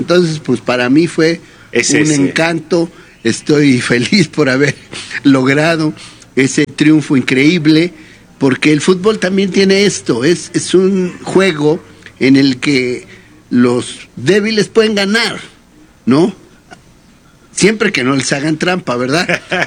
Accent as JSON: {"language": "Spanish", "country": "Mexico", "said": "lo afirmo yo como mexicano"}